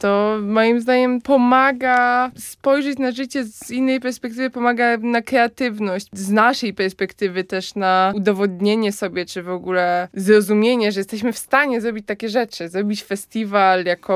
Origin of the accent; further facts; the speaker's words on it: Łódź, Łódź Voivodeship, Poland; born there; also born or lived in Warsaw; Jestem łodzianką z przywiezienia, jak miałam tutaj 2 dni, z Warszawy, więc jestem trochę stolicowa, trochę łódzka.